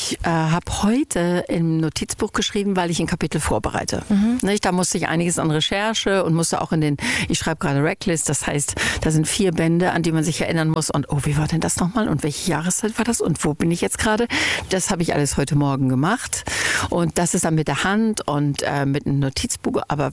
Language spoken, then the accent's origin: German; Germany; now in Italy